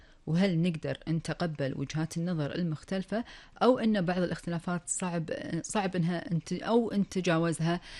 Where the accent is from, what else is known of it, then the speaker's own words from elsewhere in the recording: Kuwait; راح نتكلم عن آخر أخبار ديرتنا الحبيبة الكويت